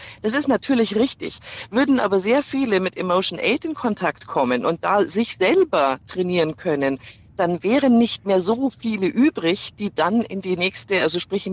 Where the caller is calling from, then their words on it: Regensburg, Bavaria, Germany; Ich komme auch aus Regensburg.